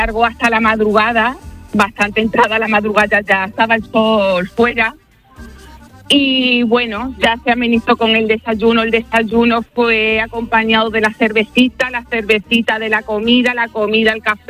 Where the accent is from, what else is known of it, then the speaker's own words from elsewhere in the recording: Almendralejo, Extremadura, Spain; Sí, yo soy de Almendralejo y sé que había gente de Almendralejo en Nueva York viendo España.